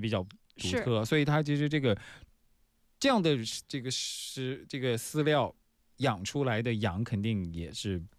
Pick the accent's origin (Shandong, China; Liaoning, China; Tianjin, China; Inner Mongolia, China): Shandong, China; 因为都是我的家乡山东